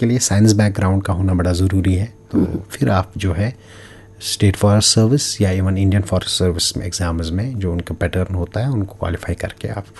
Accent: Bandipora district, Jammu and Kashmir, India; born there; moved away as an adult; now in Srinagar, India; आज कुपवाड़ा में बहसे थी डीएफओ काम कर रहा हूँ तो कुपवाड़ा में रुकना पड़ रहा है, बट जो मेरी पैदाइश है वो डिस्ट्रिक्ट भांडीपोरा से ही है।

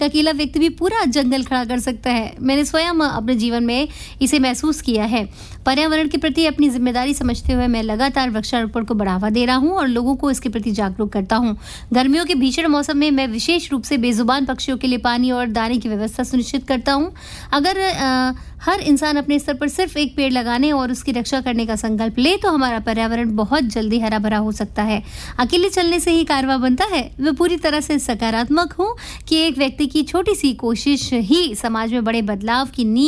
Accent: Rud, Rajasthan, India; राजस्थान के नागौर जिले के रूड गांव को का रहने वाला हूं।

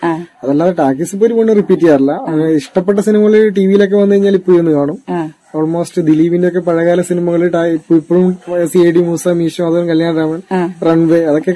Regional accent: Panappuzha, Kerala, India; Panapuzha.

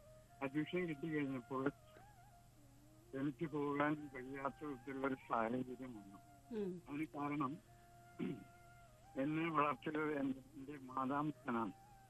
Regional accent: Kerala, India; ഞാൻ വളർന്നത് south railway സ്റ്റേഷന്റെ അടുത്തുള്ള ഒരു വീട്ടിലായിരുന്നു.

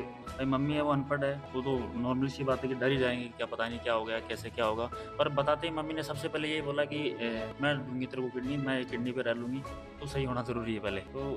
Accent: Jhunjhunu district, Rajasthan, India; नमस्कार जी सर, मैं झुंझुनू जिले से बिलोंग करता हूँ, राजस्थान।

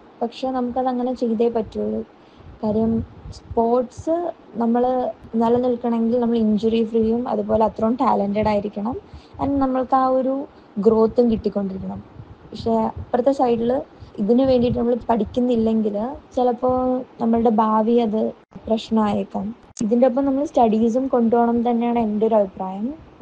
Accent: Kerala, India; ഒരു കേരളയിലെ സ്കേറ്റർ എന്ന നിലയിൽ അതൊരു ബിഗ് അച്ചീവ്മെൻ്റ്.

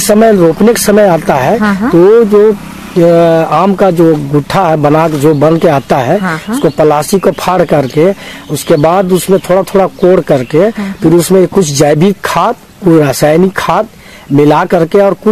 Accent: Chandwa, Hazaribagh district, Jharkhand, India; ग्राम गुरहेस, post चंदवा, जिला हजारीबाग के रहने वाले हैं

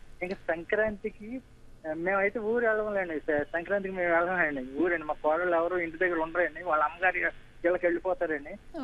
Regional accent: Rajahmundry, Andhra Pradesh, India; ఇక పోతే మాది ఆంధ్రప్రదేశ్ అండి, రాజమండ్రి అండి.

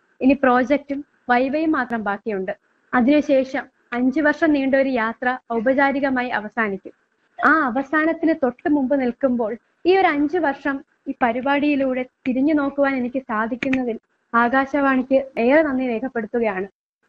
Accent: Varkala, Kerala, India; ഞാൻ വർക്കല സ്വദേശിനിയാണ്. ഞാൻ യൂണിവേഴ്സിറ്റി കോളേജില് MA ഇംഗ്ലീഷ് വിദ്യാർത്ഥിനിയാണ്.

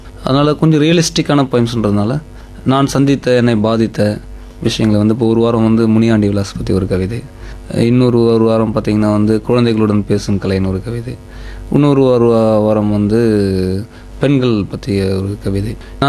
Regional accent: Tamil Nadu, India; now in Chennai, India; நான் கிராமத்தில் பிறந்து வளர்ந்தவன், படித்தது நகரத்தில் காஞ்சிபுரம், இப்போ வாழ்ந்துட்டுருக்கிறது சென்னை மாநகரம்.

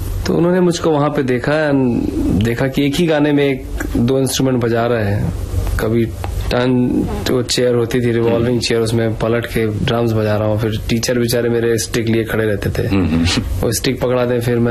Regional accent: Jabalpur, Madhya Pradesh, India; Film line میں آنے سے پہلے میں بتا دوں شروتاؤں کو کہ میں جبل پور کا رہنے والا ہوں, اور جبل پور میں میں ماڈل ہائی اسکول میں پڑھتا تھا.

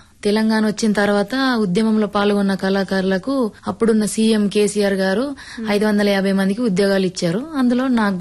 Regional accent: Pendalwada, Telangana, India; also born or lived in Adilabad; 10th వరకు పెండలవాడలోనే ప్రభుత్వ పాఠశాలలోనే చదువుకున్నాను.

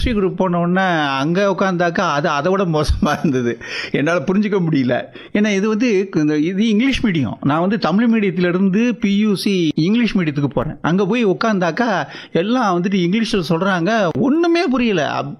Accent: Pirandipatti, Tamil Nadu, India; also born or lived in Melur; now in Madurai, India; என்னுடைய சொந்த ஊர் பிரண்டிப்பட்டி, அதாவது மேலூர் தாலுக்காவில் கொடுக்கம்பட்டி கிராமத்தில் உள்கடை கிராமம் எங்கள் ஊர். ஒரு ரிமோட் வில்லேஜ்னு சொல்லலாம்.

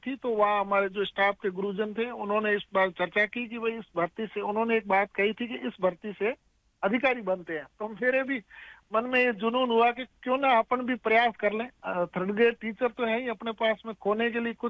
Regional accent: Atma, Rajasthan, India; also born or lived in Barmer; मैं भी वैसे ही एक साधारण किसान परिवार से हूँ, मैंने प्राइमरी शिक्षा है वो मेरे गाँव आत्मा से की, और उसके बाद में मैंने 6ठी 7वीं मेरे ननियाल शिवकर से

